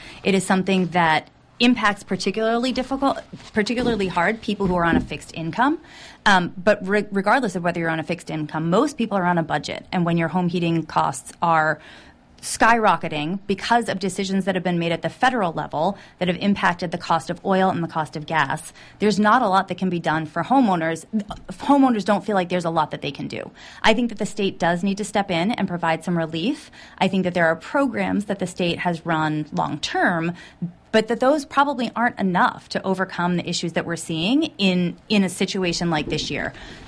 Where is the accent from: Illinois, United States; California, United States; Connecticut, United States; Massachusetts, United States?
Massachusetts, United States; Pembroke; I grew up in Pembroke.